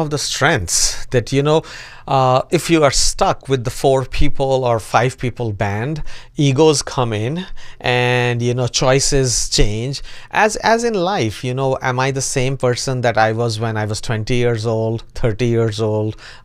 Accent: India

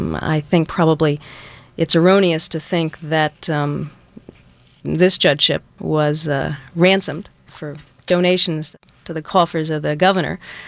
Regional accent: Virginia, United States; also born or lived in New Orleans, Louisiana; I grew up primarily in Virginia, outside of Washington, D.C.

